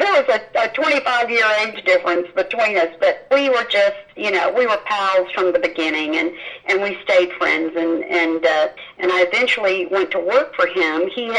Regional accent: Texas, United States; she felt sorry for me because I was from Texas and I was by myself.

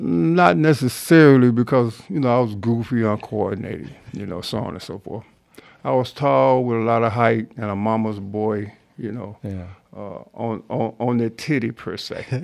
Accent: Monroe, Louisiana, United States; I grew up in the toughest part of Monroe, Louisiana. Mm-hmm. So I'm from Louisiana.

